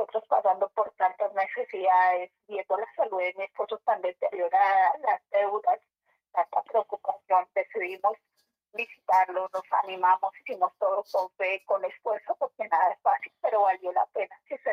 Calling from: Villeta, Cundinamarca, Colombia; lo llamo por acá, desde Villeta, Cundinamarca.

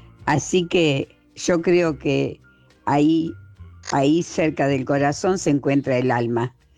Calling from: Rosario, Santa Fe, Argentina; Hola, Luisa, Celeste y grupo del Te Escucho. … de Rosario.

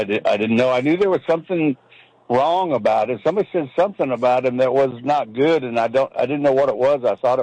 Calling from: Oklahoma, United States

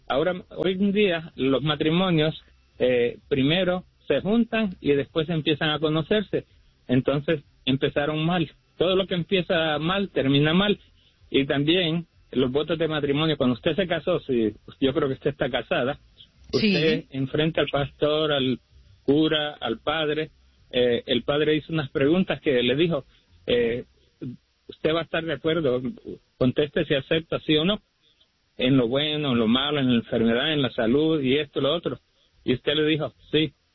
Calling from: Phoenix, Arizona, United States; lo estoy llamando de aquí de Phoenix, Arizona.

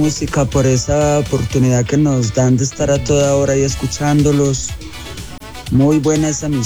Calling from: Pereira, Risaralda, Colombia; del Corregimiento y Altagracia Pereira.

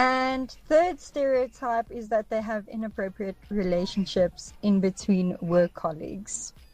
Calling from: Lanseria, Gauteng, South Africa; Lanseria.

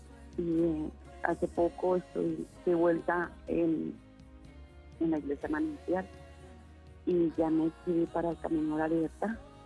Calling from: Bogotá, Colombia; Estoy en mi trabajo aquí en Suba.

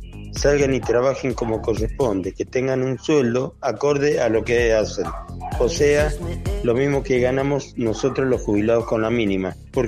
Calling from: Godoy Cruz, Mendoza, Argentina; de Godoy Cruz.

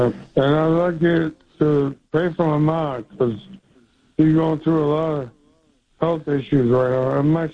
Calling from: Cleveland, Ohio, United States

